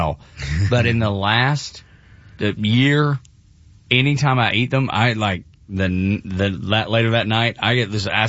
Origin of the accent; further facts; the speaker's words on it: Georgia, United States; I'm from Northwest Georgia and we love yeah, fried yeah, chicken.